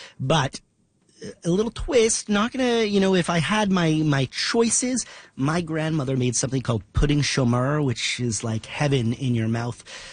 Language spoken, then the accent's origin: English; Canada; In a way, I think my family and I lean harder into it because we're away from Canada and it's an opportunity for us to kind of stay connected to our roots.